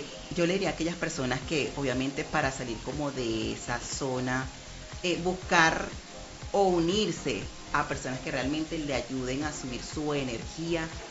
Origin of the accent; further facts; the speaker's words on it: Venezuela; moved away as an adult; also born or lived in Colombia; yo como venezolana, cómo he crecido profesionalmente en un país que no es mío